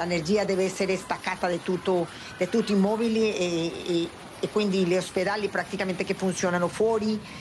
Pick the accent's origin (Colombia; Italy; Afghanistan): Colombia; Italian is a second language; io sono partita da Pereira 2 giorni fa, sono a Santa Marta